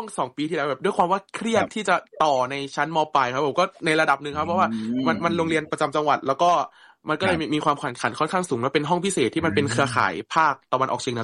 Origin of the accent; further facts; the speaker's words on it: Isan, Thailand; ผมเองครับแบบรากฐานเดิมมาจากจังหวัดนึงครับเป็นจังหวัดในทางอีสานตอนใต้เนาะ